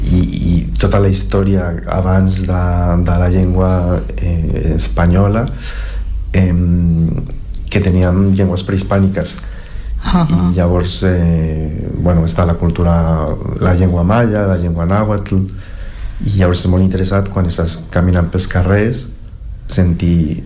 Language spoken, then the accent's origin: Catalan; Mexico City, Mexico; Catalan is a second language; now in Catalonia, Spain; vaig néixer a la Ciutat de Mèxic i era un barri que estava molt a prop de l'aeroport